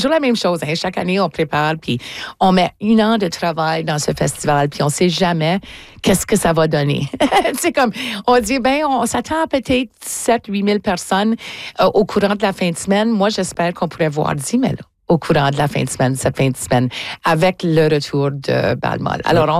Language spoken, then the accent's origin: French; Saint-Pierre-Jolys, Manitoba, Canada; on est très excités d'accueillir les gens de partout chez nous à Saint-Pierre-Joly.